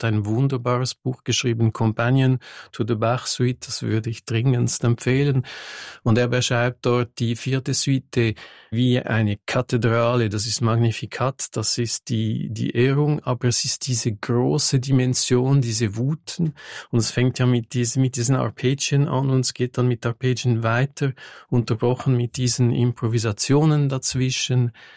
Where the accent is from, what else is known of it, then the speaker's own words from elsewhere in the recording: Lausanne, Vaud, Switzerland; first language French; German is a second language; Ich bin aus Lausanne, ich bin französisch aufgewachsen.